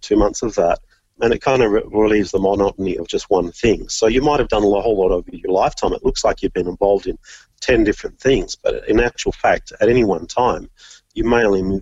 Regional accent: Orange, New South Wales, Australia; But I loved growing up in Orange. I love the weather there, and it's a beautiful city.

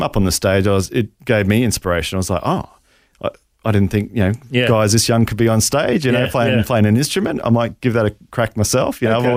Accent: Rockhampton, Queensland, Australia; So, I grew up in Rocky.

